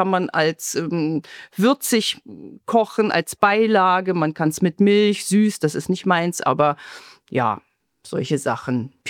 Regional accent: Berlin, Germany; moved away as an adult; also born or lived in Moscow, Russia; Und als Kind der Großstadt, ich komme ja aus Berlin

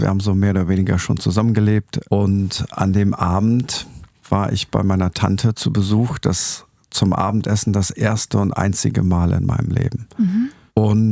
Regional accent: Lower Saxony, Germany; Ich hatte bei uns in Ostfriesland haben alle bei der Meierwerft gearbeitet oder bei VW in Emden.

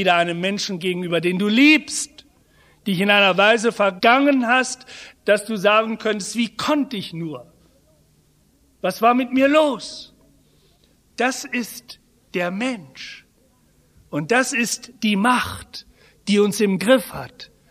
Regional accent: East Germany, Germany; Ich als Kind des Dritten Reiches, ich weiß, wie wir besoffen gemacht worden sind. Ich bin hinterher im Sozialismus weiter groß geworden in der DDR.

